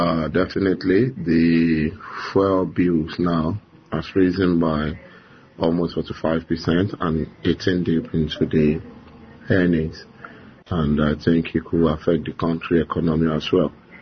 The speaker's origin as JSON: {"language": "English", "region": "Lagos", "country": "Nigeria", "said": "I'm from Lagos, Nigeria."}